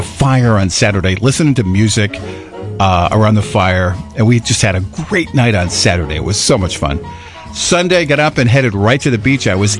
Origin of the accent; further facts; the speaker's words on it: Coventry, Rhode Island, United States; my hometown, Coventry America 250 Parade, which was fantastic in my hometown, Coventry, Rhode Island. So I was right there on South Main Street. And so I'm at my hometown.